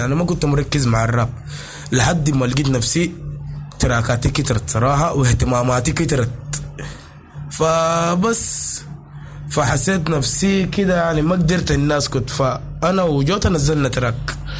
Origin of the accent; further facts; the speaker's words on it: Sudan; وإحنا كسودانيين